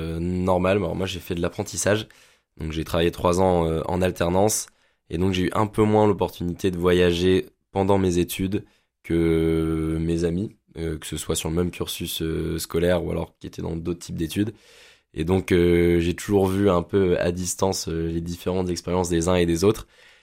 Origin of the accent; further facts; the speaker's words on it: Marcq-en-Barœul, Hauts-de-France, France; also born or lived in Lille; je suis originaire de Marc-en-Barœul. J'ai grandi à Marc. J'ai fait mes études sur l'île. Donc, j'ai jamais énormément bougé, on va dire, dans ma vie au départ.